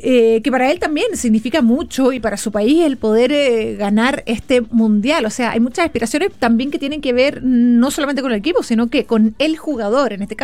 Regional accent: Chile; nosotros como chilenos no estamos yendo

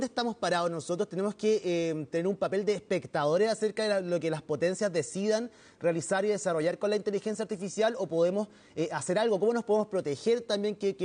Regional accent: Chile

